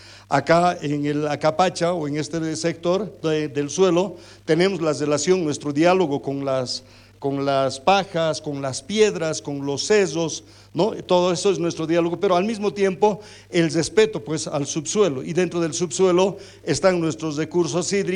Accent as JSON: {"language": "Spanish", "country": "Bolivia", "said": "aquí todos somos bolivianos"}